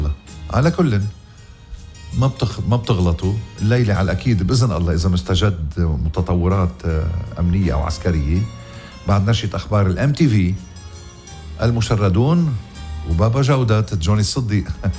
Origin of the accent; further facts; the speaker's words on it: Ghazir, Keserwan-Jbeil, Lebanon; غزير وضيعتي الحلوة ومسخة رأسي والمكان الذي سأدفن فيه.